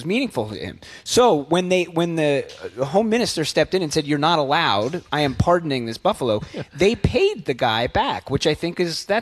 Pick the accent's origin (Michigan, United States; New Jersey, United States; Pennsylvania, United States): Pennsylvania, United States; I'm from Pennsylvania. People in Pennsylvania can get pretty weird.